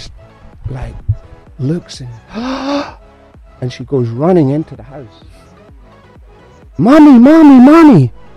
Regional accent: Scotland, United Kingdom; I grew up in Scotland in the 1960s. As a black kid.

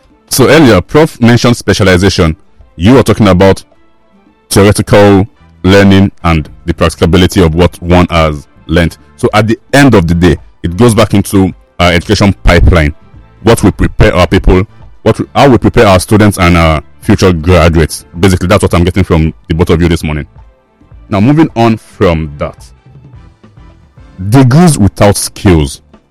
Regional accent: Nigeria; as Nigerian graduates

